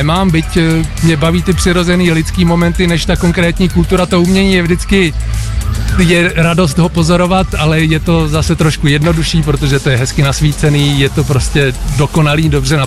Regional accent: Vysočina Region, Czechia; pocházím z Vysočiny a působím na Vysočině

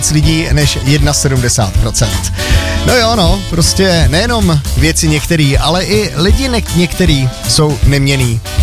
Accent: Plzeň, Plzeň Region, Czechia; To u nás jako na západě Čech vždycky fungovalo. Já jsem z Plzně a tam prostě jako jakmile bylo štěně, tak to vždycky přišel každej.

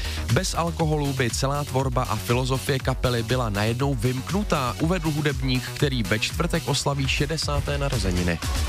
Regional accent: Hradec Králové, Hradec Králové Region, Czechia; Já jsem tam taky nikdy nebyl. A taky jsem z Hradce.

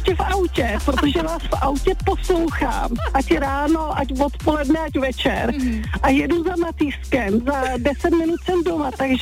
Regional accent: Most, Ústí nad Labem Region, Czechia; Jsem z Mostu.

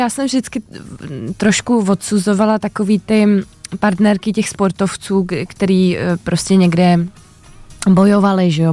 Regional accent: Prague, Czechia; moved away as an adult; now in near Prague (Roztoky area), Czechia; Já jsem celoživotně Praha 6.

